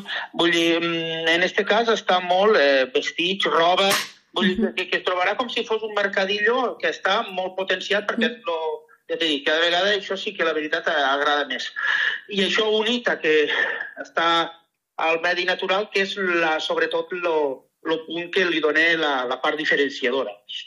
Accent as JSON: {"language": "Catalan", "town": "Rosell", "region": "Valencian Community", "country": "Spain", "said": "vam considerar que Rosell era un bon lloc, perquè nosaltres som de Rosell, per fer una miqueta de territori i de pertenència"}